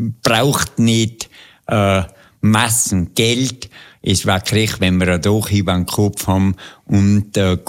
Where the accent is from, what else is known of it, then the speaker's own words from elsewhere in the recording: Tyrol, Austria; Meine Heimat.